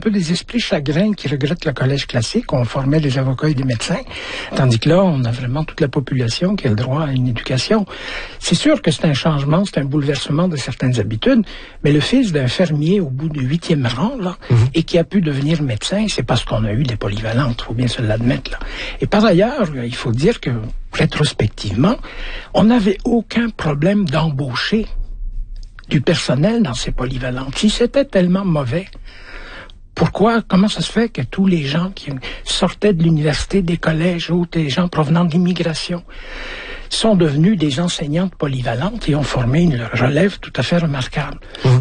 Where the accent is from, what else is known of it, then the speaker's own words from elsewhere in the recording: Belgium; also born or lived in Africa; now in Quebec, Canada; Puis je dis toujours, j'ai grandi en Afrique et en Belgique, mais j'ai été éduqué au Québec